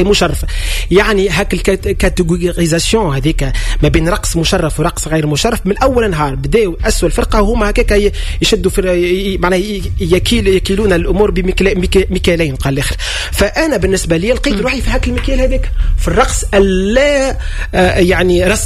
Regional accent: Tunisia

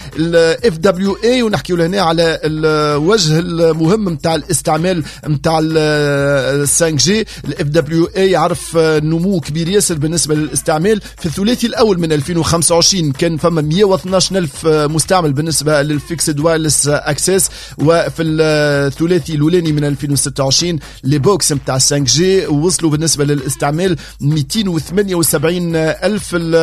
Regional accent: Tunisia; عندنا في تونس

